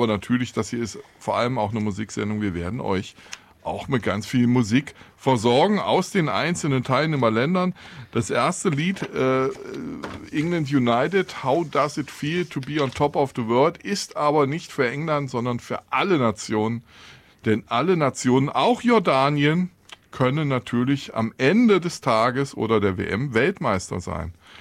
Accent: Germany; wir als Deutsche, wenn man das denn noch sagen darf

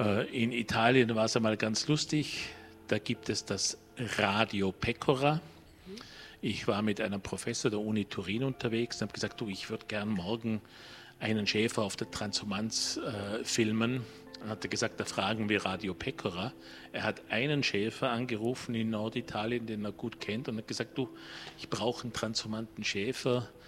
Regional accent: Austria; ich bin Österreicher

